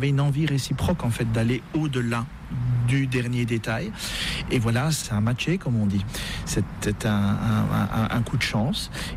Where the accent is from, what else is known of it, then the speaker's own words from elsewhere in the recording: Wallonia, Belgium; D'autant plus la belgitude, la Belgique, d'abord, étant donné que je suis belge...